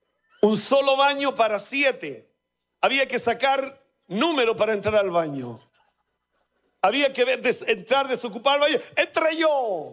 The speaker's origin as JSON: {"language": "Spanish", "town": "Lota", "region": "Biobío", "country": "Chile", "tie": "born there", "also_born_or_lived": "Coronel", "said": "Yo vengo de Lota, de Coronel, de Schwager, de zonas mineras, donde mi futuro era trabajar en la mina del carbón"}